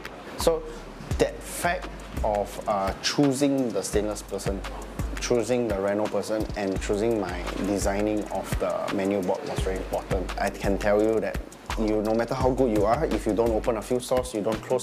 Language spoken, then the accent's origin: English; Singapore; As a Singaporean, you know, when our friends come, or overseas, or foreigner comes, you always want to show them, hey, I want to show you good food